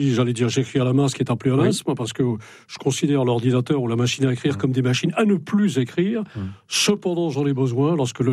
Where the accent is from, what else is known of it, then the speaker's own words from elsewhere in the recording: Brittany, France; Quand on est breton, quand on aime la Bretagne, c'est une poésie permanente comme ça qu'on a au cœur, qu'on a qu'on a dans le sang et on ne peut pas s'empêcher d'être hanté par la Bretagne lorsqu'on est breton